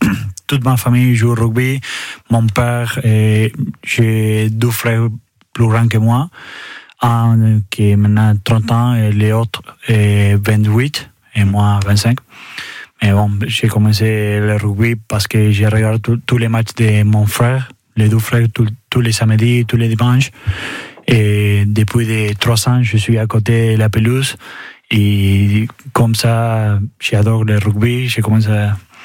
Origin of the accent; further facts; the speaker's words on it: Bella Vista, Buenos Aires, Argentina; French is a second language; moved away; Moi, c'est Bellavista